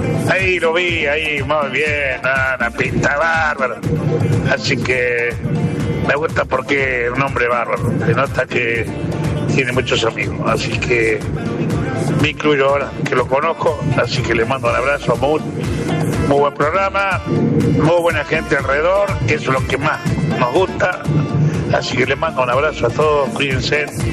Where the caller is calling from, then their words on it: Entre Ríos, Argentina; Soy viajante de Entre Ríos